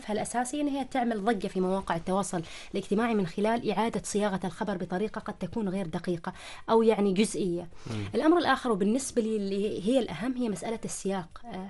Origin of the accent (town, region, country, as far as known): Oman